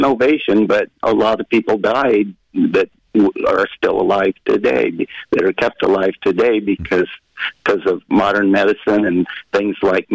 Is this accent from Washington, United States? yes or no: yes; Washington, United States; where I grew up near Pullman, Washington, is Hell's Canyon.